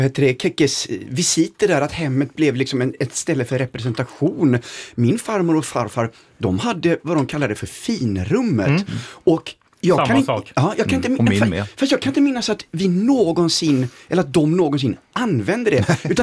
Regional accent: Gothenburg, Västra Götaland County, Sweden; jag är ju uppvuxen i Göteborg, men har tillbringat somrarna de senaste 25 åren i, ja, söder om mina trakter, men ändå i Norrland.

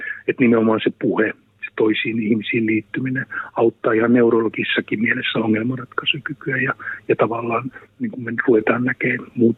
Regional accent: North Savo, Finland; moved away; kun mä olen syntynyt Pohjois-Savossa

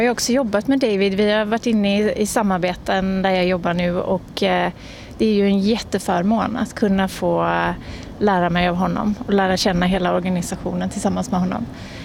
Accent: Gothenburg, Västra Götaland County, Sweden; jag är ju uppvuxen i Göteborg

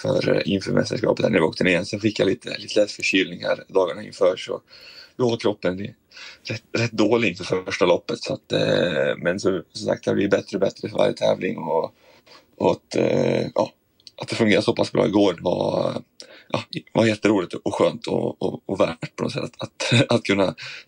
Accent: Borlänge, Dalarna County, Sweden; Hösten brukar vara fin hemma i Dalarna, så jag hoppas på en fin höst och mycket sol så att man kan njuta lite av vädret också.

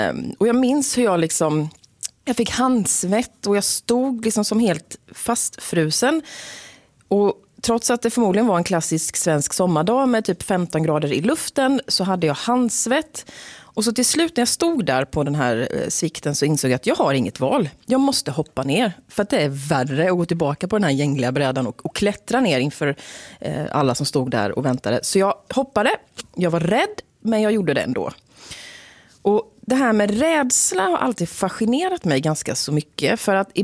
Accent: Eksjö, Jönköping County, Sweden; Vi ska till det småländska höglandet och min hemstad Eksjö.

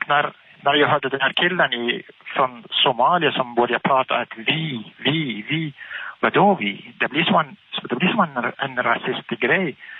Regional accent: Iraq; Swedish is a second language; moved away as an adult; now in Sweden; jag som jag var från Irak och alla från Irak eller från Syrien eller Mellanöstern, vi levde i en diktatur hela våra liv.

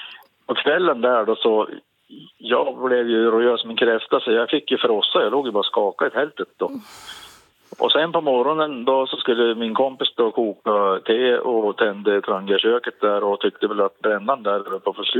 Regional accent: Jämtland County, Sweden; att ja, men solen här är väl ungefär som hemma i Jämtland.

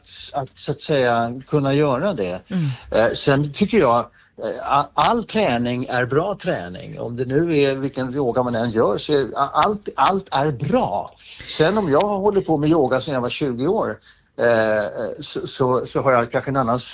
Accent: Stockholm, Stockholm County, Sweden; born or raised there

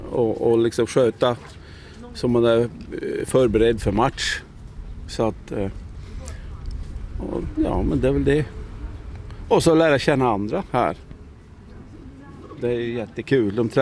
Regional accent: Piteå, Norrbotten County, Sweden; Ja, vi åkte ifrån Piteå då.

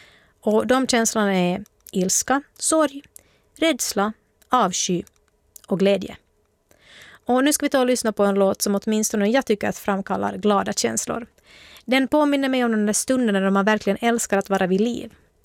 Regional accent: Finland; jag är från Finland

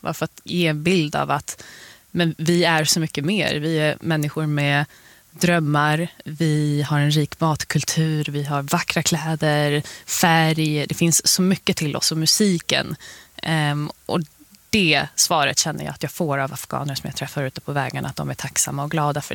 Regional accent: Botkyrka, Stockholm County, Sweden

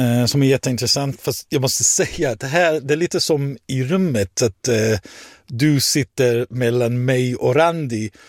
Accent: Israel; Swedish is a second language

